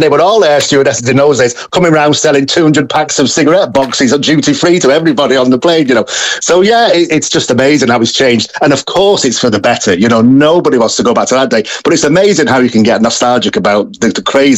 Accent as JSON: {"language": "English", "region": "England", "country": "United Kingdom", "tie": "born or raised there", "moved": "yes", "said": "That was the same growing up in England"}